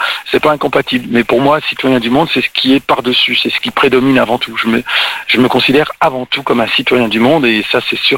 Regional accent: France; si on prend la France, je suis né, j'ai grandi en France, c'est un pays magnifique

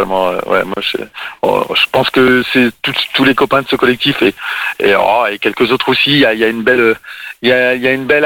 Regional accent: Roubaix, Hauts-de-France, France; born there; je suis né à Roubaix dans le nord de la France, il y a pas loin de 50 ans maintenant, fils d'immigré algérien.

